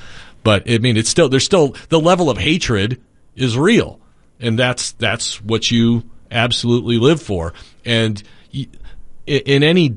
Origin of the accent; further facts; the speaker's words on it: Chicago, Illinois, United States; Being a Chicagoan, Cubs Cardinals to me is huge, and it is a huge baseball rivalry